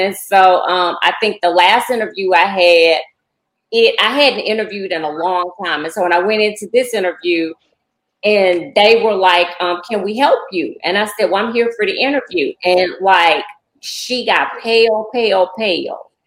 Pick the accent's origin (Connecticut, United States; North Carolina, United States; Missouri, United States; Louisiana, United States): Louisiana, United States; I was not from the Middle East, I was not Muslim, that I was a Black woman from South Louisiana. With natural hair.